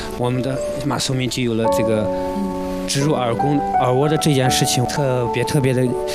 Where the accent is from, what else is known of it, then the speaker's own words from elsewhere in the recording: Ping'an, Qinghai, China; 大家好，我们是来自青海省平安县八丈沟清泉村的一个普普通通的一个老百姓。